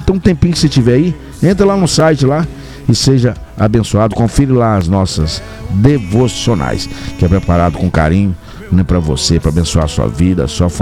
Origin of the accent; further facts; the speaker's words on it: Governador Valadares, Minas Gerais, Brazil; moved away; Um abraço para Minas Gerais, que é meu estado também. Sou de Governador Valadares.